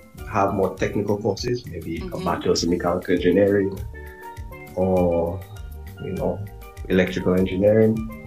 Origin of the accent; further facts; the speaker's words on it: Concord, Dominica; I'm from Concord, and I'm currently a plant operator at the geothermal plant in Dominica.